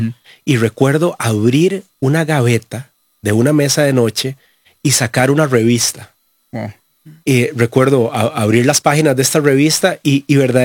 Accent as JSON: {"language": "Spanish", "country": "Costa Rica", "tie": "born or raised there", "said": "yo crecí en Costa Rica, en una familia de hombres. Yo solo tengo hermanos."}